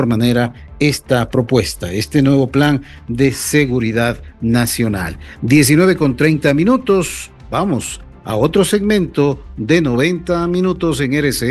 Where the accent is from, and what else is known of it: Ecuador